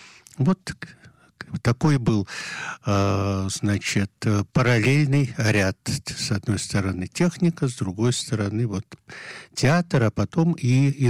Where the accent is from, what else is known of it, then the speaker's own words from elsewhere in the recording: Moscow, Russia; now in Israel; Я москвич.